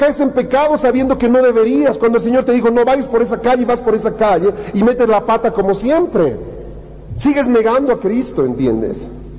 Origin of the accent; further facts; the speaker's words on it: La Paz, Bolivia; Yo crecí en una zona en Bolonia donde yo veía a los conscriptos cómo hacían el servicio militar. Bolonia era conocido por ser una zona militar. De hecho, vivieron presidentes de Bolivia en Bolonia.